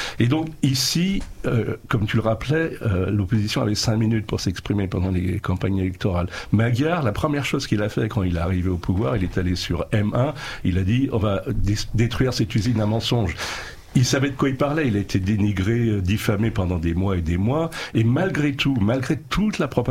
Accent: France; now in Hungary; en tant que Français établi ici

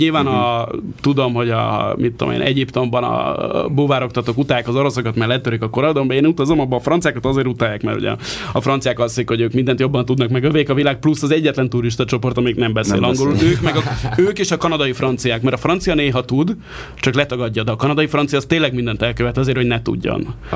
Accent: Hungary; hogy mi az, hogy magyar. Én a ilyen helyieknek inkább azt hazudtam, hogy spanyol vagyok, mert azt akkor tudták, hogy mi.

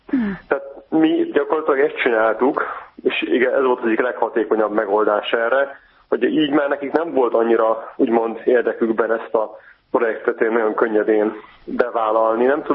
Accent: Budapest, Hungary; Sziasztok, egyébként én is újpesti vagyok, de én egyébként Óbudán születtem.

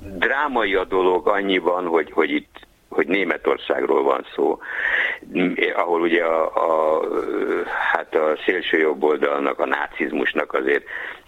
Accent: Hungary; és hát azért mi magyarok vagyunk

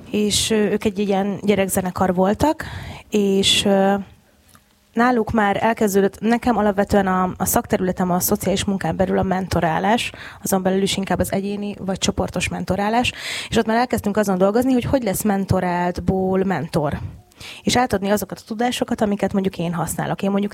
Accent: Hungary; born there; én pontosan ugyanúgy ide születtem, mint bárki más.

